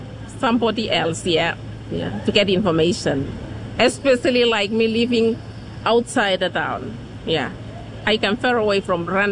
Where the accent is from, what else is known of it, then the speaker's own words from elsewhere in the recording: Tanna, Tafea, Vanuatu; English is a second language; I'm from Tana.